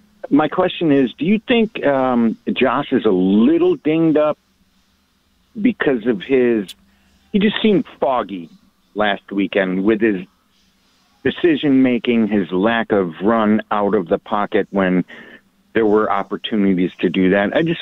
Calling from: Phoenix, Arizona, United States; Good morning from Phoenix, Arizona.

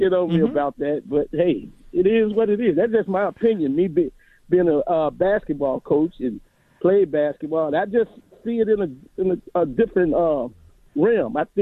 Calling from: Chicago, Illinois, United States; What you mean? I'm in Chicago.

